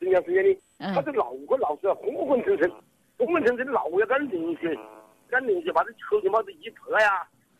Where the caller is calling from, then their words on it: Xiantao, Hubei, China; 我是仙桃人。